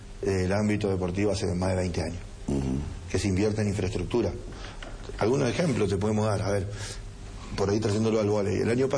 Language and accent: Spanish; Santa Fe, Argentina; Pero son chicos de Santa Fe, no somos de Chaco.